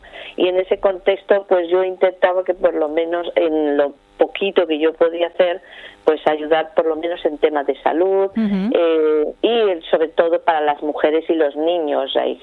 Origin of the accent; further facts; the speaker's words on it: Spain; porque soy española, y yo defiendo el dinero que dan de mi país porque sé que es de mi pueblo.